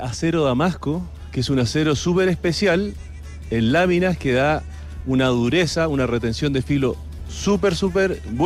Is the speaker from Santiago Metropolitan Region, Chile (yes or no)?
no; Temuco, Araucanía, Chile; yo me crié en el campo, en Temuco